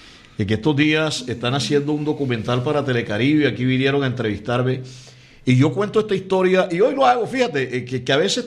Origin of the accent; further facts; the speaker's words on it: Barranquilla, Atlántico, Colombia; estudié en los colegios públicos de Barranquilla. Mi primaria fue en la escuela 34 para varones, mi bachillerato fue en el INEM Miguel Antonio Caro, allá en la calle 30.